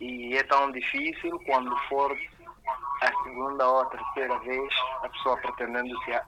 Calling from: Nampula, Mozambique; falo de Nampula.

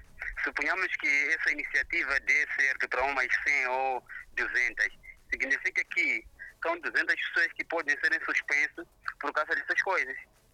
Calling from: Beira, Sofala, Mozambique; Falo da Beira Macuti, no consulado de Zimbabwe.

